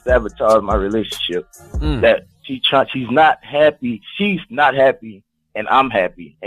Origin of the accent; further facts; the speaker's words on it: St. Helena Island, South Carolina, United States; accent: Geechee; St. Helena Island. It's out in Beaufort.